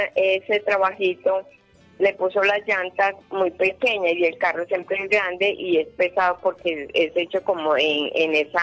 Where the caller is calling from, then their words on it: Medellín, Antioquia, Colombia; yo vivo en San Javier La Loma